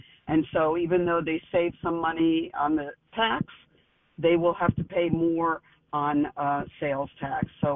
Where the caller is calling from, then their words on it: Orlando, Florida, United States; from Orlando. I'm a homeowner, but I am totally against this amendment.